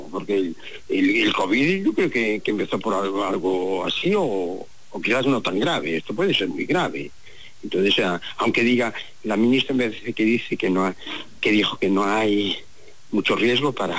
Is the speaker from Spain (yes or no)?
yes; Ares, Galicia, Spain; La Virgen del Carmen me encanta porque mi pueblo era muy marinero de Ares y se celebraba mucho ya desde pequeñito el Salve Estrella de los Mares, tan bonito.